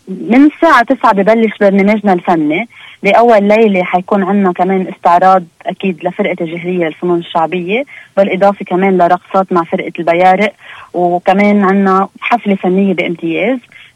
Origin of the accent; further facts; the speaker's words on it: Lebanon; هيدي قوتنا كلبنانيين كلنا